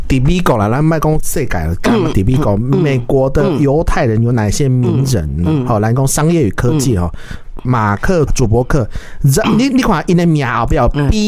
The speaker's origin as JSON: {"language": "Chinese", "country": "Taiwan", "said": "我们台湾人"}